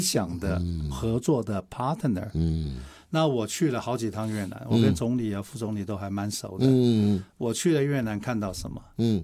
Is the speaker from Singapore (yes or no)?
no; Taiwan; born there